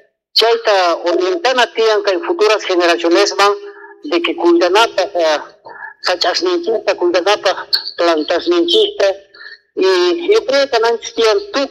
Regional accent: Bolivia; y como bolivianos, sin odio, sin discriminación, yo creo que garantían la unidad.

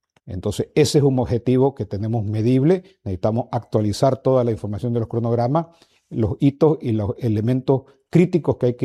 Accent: Santa Cruz, Bolivia

